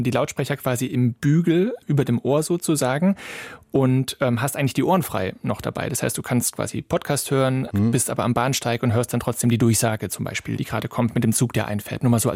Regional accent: Cologne, North Rhine-Westphalia, Germany; Aber ich komme ja aus Köln

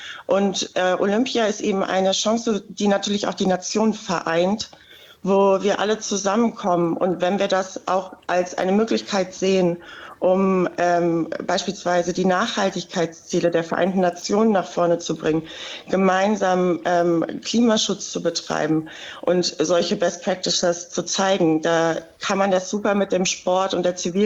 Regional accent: Rhineland, Germany; now in Berlin, Germany; als Rheinländerin für Köln.

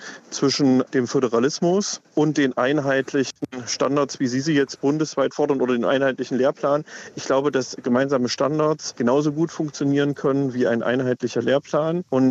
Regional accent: Thuringia, Germany; Bildung, also Kindergarten, wie man bei uns in Thüringen sagt

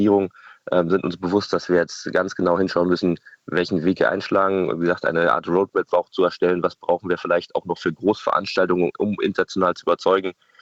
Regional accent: Berlin, Germany; ich bin Berliner

